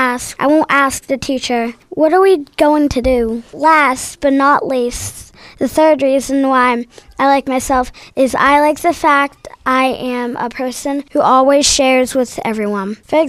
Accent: Pittsburgh, Pennsylvania, United States; I'm from Pittsburgh, Allegheny, K-5.

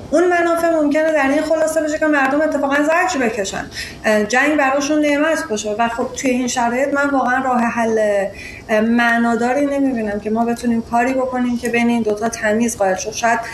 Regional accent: Iran; now in United States; حتی اینجا در آمریکا، من بعضی وقتا وقتی به عنوان ایرانی دارم با یک کسی از کشورهای حاشیه حرف می‌زنم و فکر می‌کنن که من ایرانی، می‌فهمن که من ایرانیم،

